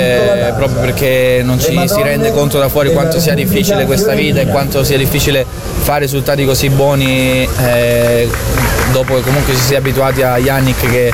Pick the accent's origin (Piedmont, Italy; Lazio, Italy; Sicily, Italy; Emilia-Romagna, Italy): Lazio, Italy; Rome; also born or lived in Florence; io sono nato qua e mi sento ovviamente romano ma con sangue fiorentino, quindi è un mix che mi si addice perfettamente, anche perché alla fine sono cresciuto a Roma, però le origini sono origini